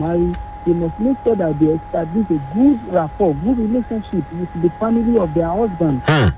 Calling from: Nigeria; I'm calling from Ekotono.

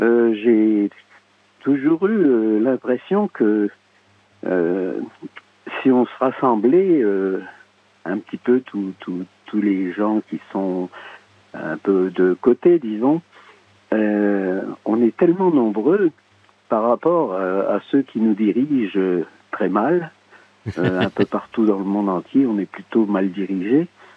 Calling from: Lévis, Quebec, Canada; moi je suis à Lévis

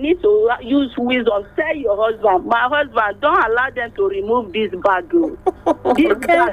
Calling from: Nigeria; I'm calling from Olulade.

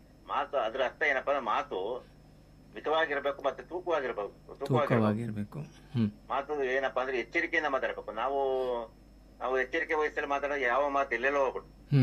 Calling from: Hassan district, Karnataka, India; ರತಿ ಜೋಡನಹಳ್ಳಿ, ಹೊಳೆಸಪುರ ತಾಲೂಕು, ಹಾಸನ ಜಿಲ್ಲೆ.

